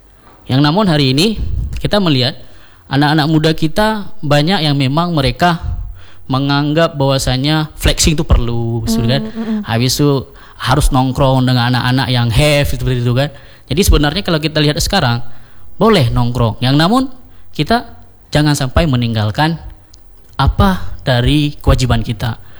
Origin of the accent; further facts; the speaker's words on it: Aceh, Indonesia; apalagi kita kan Aceh nih, di mana-mana warkop.